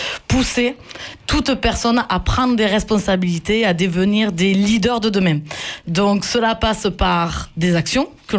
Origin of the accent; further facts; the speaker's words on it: Occitanie, France; accent: Lévezou; Oui, j'ai reconnu mon accent du Lévezou, là. Bien péchu, bien pointu.